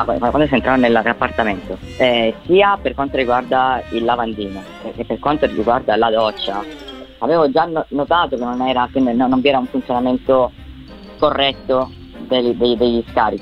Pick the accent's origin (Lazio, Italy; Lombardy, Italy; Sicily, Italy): Sicily, Italy; Barcellona Pozzo di Gotto; Io vengo da Barcellona, provincia di Messina, sogno siciliano. Quindi faccio la morale di nord e sud, io vengo dal sud